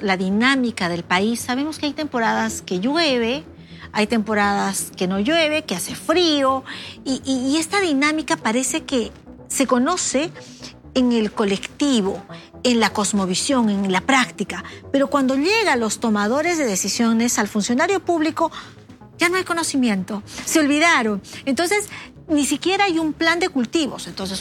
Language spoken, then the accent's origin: Spanish; Arequipa, Peru; Yo soy arequipeña.